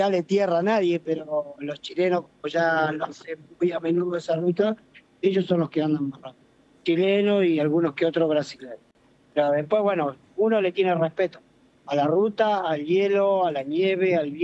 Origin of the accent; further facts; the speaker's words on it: Rosario, Santa Fe, Argentina; No, soy nacido y criado en Rosario, Santa Fe. Por ahí hablo un tiro, unas palabritas del salteño, pero...